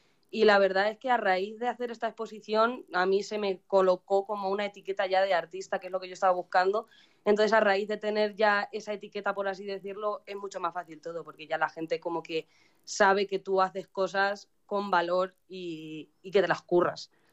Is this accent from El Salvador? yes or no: no; Mota del Cuervo, Castilla-La Mancha, Spain; moved away as an adult; also born or lived in Málaga / Valencia; yo decía que era de Mota del Cuervo y la gente lo conocía.